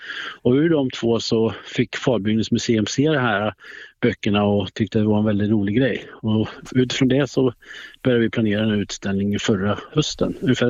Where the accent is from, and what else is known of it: Skara, Västra Götaland County, Sweden; born or raised there